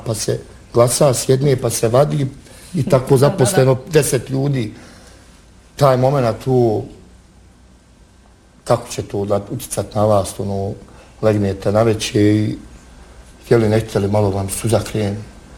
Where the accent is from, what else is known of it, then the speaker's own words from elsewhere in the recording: Bosnia & Herzegovina; bio sam samo ja kao Bosanac